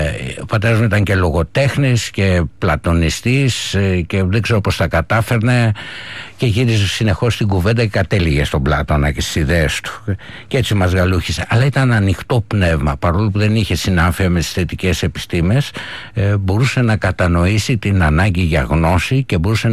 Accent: Athens, Attica, Greece; Έπαιρνα λοιπόν το 9 το τρόλεϊ Κυψέλη Παγκράτη, γιατί γεννήθηκα και μεγάλωσα στην Κυψέλη

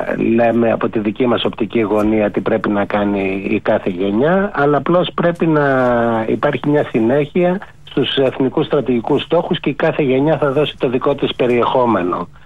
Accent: Greece; moved away

